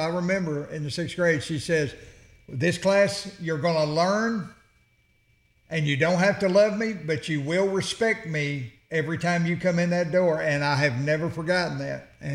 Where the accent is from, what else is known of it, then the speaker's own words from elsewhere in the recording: Jasper, United States; I grew up in Jasper, or went to school in Jasper.